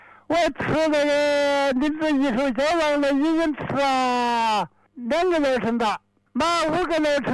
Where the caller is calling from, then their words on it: Badong, Hubei, China; 湖北省的巴东县，一区的天坝。